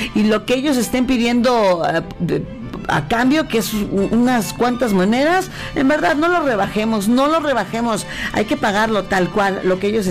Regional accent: Mexico; como buenos mexicanos que somos, llevamos a nuestra patria en la ropa, en la música, en la comida

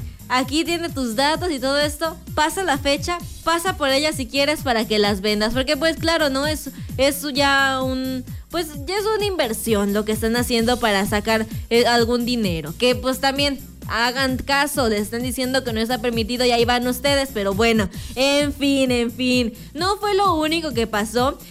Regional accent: Mexico; nosotros como mexicanos

